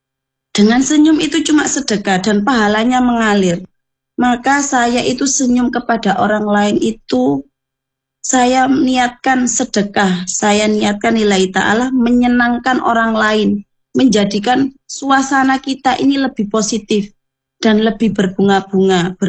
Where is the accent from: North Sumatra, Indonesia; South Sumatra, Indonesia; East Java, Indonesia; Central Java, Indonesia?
East Java, Indonesia; Surabaya; now in Karangindah, Indonesia; saya aslinya kecil besar pun di Rungkut tapi sekarang tinggal di Karangindah